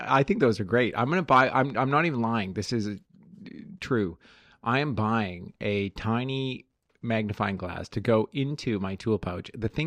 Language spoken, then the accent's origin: English; Canada; moved away; I'm Canadian